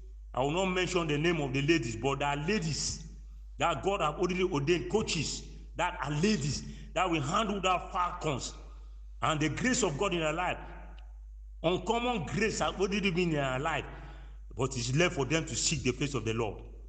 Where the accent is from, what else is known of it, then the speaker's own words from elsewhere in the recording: Amasere, Ebonyi, Nigeria; from Ebonyi State, Afriko local government, Amasere.